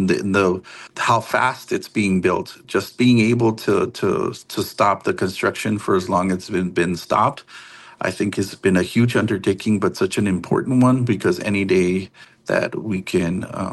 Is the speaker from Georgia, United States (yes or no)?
no; Texas, United States; also born or lived in New Mexico; I come from West Texas and southern New Mexico, so I have traveled the border quite extensively